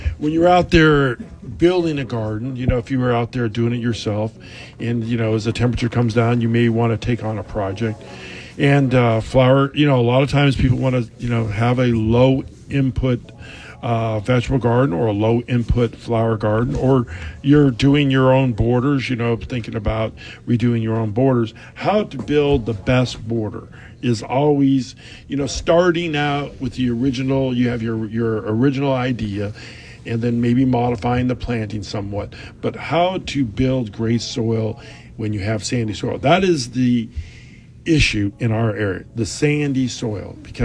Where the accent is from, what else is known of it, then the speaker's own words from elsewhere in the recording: California, United States; now in Jacksonville, United States; Well, no, I'm originally from California.